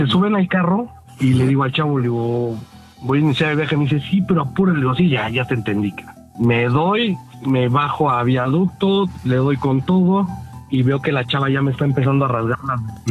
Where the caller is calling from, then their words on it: Mexico City, Mexico; De la poderosísima CDMX.